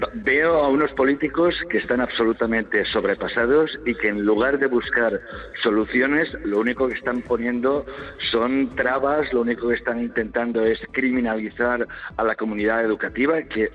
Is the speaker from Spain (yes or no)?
yes; Valencian Community, Spain; por aquí somos valencianos y lo hacemos todo con música